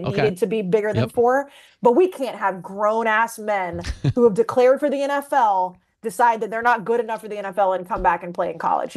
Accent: Texas, United States; born or raised there

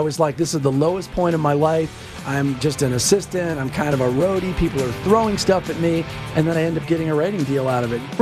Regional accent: Detroit, Michigan, United States; now in Los Angeles, United States; So I grew up in Detroit, moved to L.A. because on the back of all my CDs, it's at Los Angeles.

